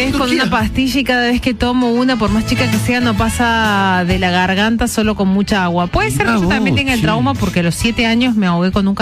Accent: Jujuy, Argentina; Chicos, soy jujeño.

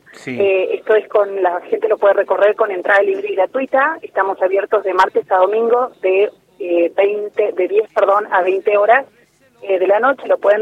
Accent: Salta, Argentina; lo que somos nosotros como salteños

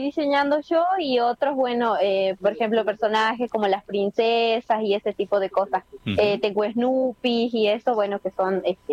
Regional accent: San José de Metán, Salta, Argentina; Yo soy de San José de Metán.

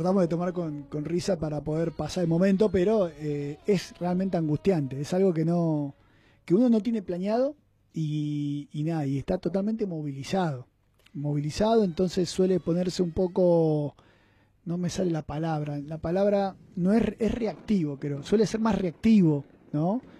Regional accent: Bariloche, Río Negro, Argentina; A mí me gusta, que soy de Bariloche

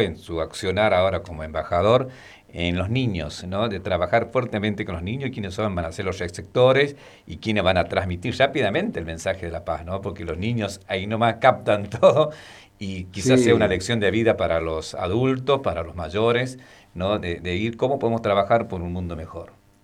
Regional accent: Catamarca, Argentina

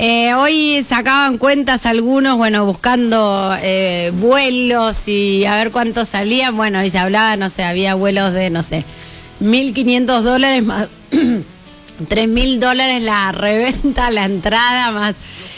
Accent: Argentina; Somos argentinos

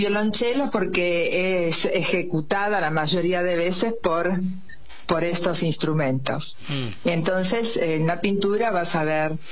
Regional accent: Argentina; yo soy argentina, hija de italianos, calabreses.

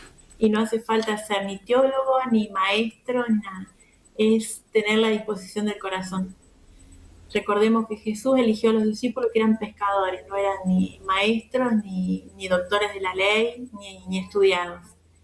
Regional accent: Argentina; y yo a mi tierra argentina

